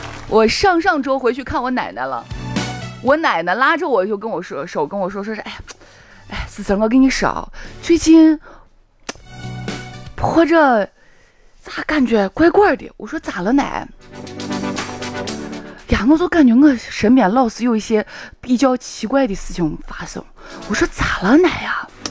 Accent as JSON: {"language": "Chinese", "town": "Xi'an", "region": "Shaanxi", "country": "China", "tie": "born or raised there", "said": "我们老家在秦镇这一带，快到户县了啊。我们那一带呢，说的婆就是俺奶。"}